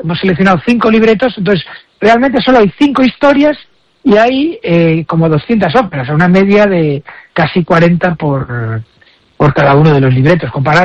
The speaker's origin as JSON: {"language": "Spanish", "region": "Galicia", "country": "Spain", "said": "Seguimos siendo gallegos aunque hayamos nacido en otra parte del mundo."}